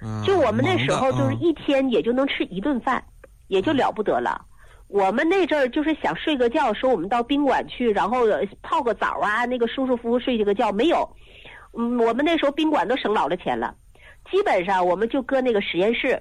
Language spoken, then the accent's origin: Chinese; Northeast China, China; moved away; 我们老家就长白山脉